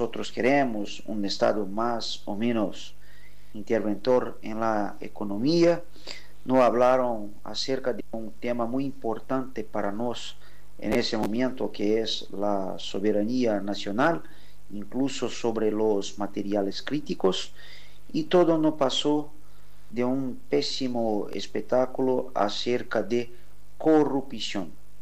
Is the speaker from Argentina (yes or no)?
no; Brazil; nosotros brasileñas y brasileños